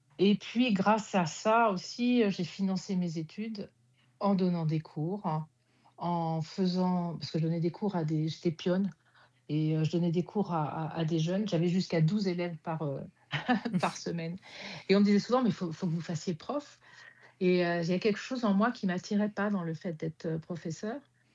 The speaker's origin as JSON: {"language": "French", "town": "Orléans", "region": "Centre-Val de Loire", "country": "France", "tie": "born there", "said": "La Charité-sur-Loire, c'est une petite ville. Hein. Et puis, j'ai toujours d'ailleurs un frère. À 10 ans, on déménage de cette petite ville pour venir sur Orléans. Et Orléans, c'est une très grande ville par rapport à la Charité-sur-Loire. Et donc, tu vois, je suis arrivée à 10 ans et je n'en suis jamais repartie."}